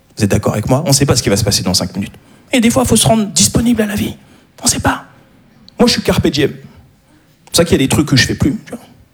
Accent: Paris, Île-de-France, France; Je suis un parisien, voilà ce que je suis.

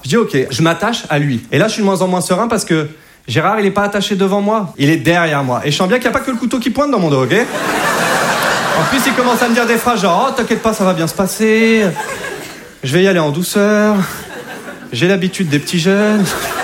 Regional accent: Hauts-de-France, France; now in Paris, France; Je suis pas de Paris à la base, moi je viens de Picardie.

